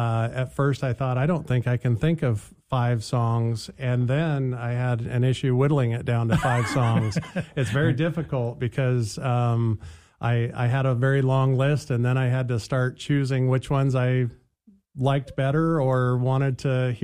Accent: Nebraska, United States; you know, I grew up in Nebraska, and so Nebraska was a lot of country

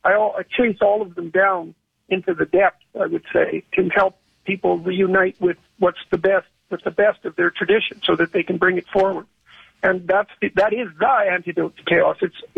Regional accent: Canada; I'm impressed. But I'm easily impressed. I'm Canadian. We're easily impressed.

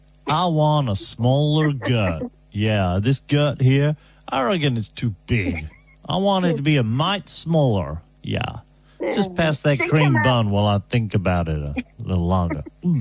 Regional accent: Australia; As my word of an Australian man

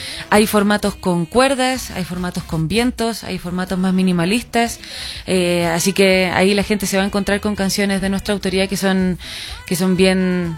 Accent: Punta Arenas, Magallanes and Chilean Antarctica, Chile; Yo soy de Punta Arenas, que es la Patagonia chilena, que es como lo último que hay en Chile, el sur. Y ahí se conecta mucho con el folclore de Argentina, porque estamos justo ahí, frontera.

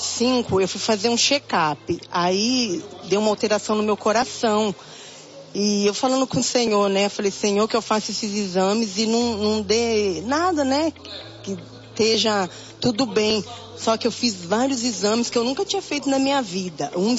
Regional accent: São Paulo, Brazil; Nós somos do região de Santo Amaro.

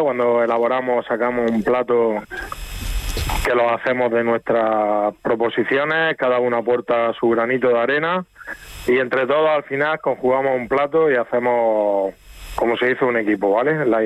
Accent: Region of Murcia, Spain

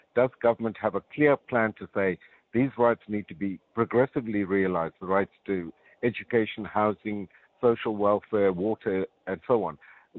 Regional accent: South Africa

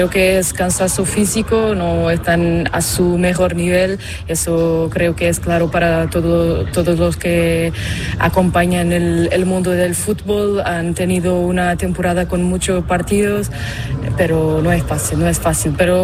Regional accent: Portugal; Tengo que decir que Portugal, creo que soy portuguesa.

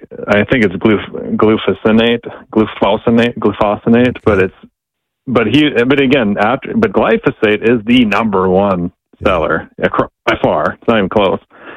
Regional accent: Minnesota, United States; I grew up in Minnesota.

